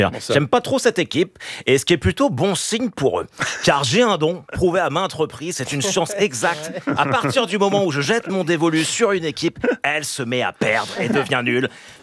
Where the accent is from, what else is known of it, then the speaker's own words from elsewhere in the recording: Caen, Normandy, France; born there; Je suis né à Caen